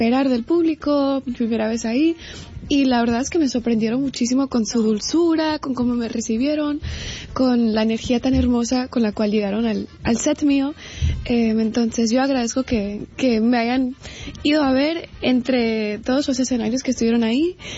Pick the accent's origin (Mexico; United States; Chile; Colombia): United States; Los Angeles, California; Y aún es más especial porque empiezo en Los Ángeles, que es donde yo nací, es donde yo crecí